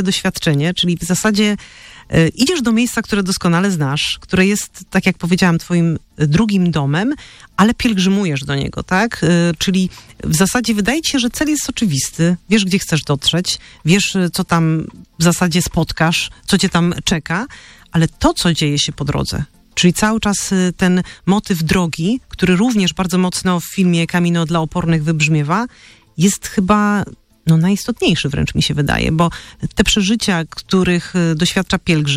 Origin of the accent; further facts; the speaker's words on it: Częstochowa, Silesian Voivodeship, Poland; moved away; bo jestem sama częstochowianką